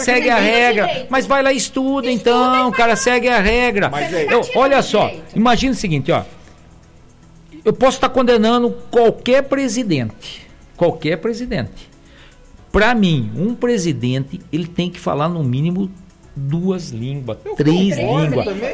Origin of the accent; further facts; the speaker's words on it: Limeira, São Paulo, Brazil; Limeirense, nós somos caipira mesmo.